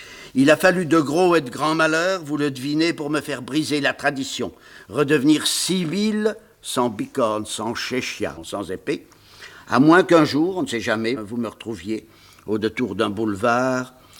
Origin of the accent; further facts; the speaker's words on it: Bruyères, Grand Est, France; born there; parce que vous savez que je suis né à Bruyères-Vosges.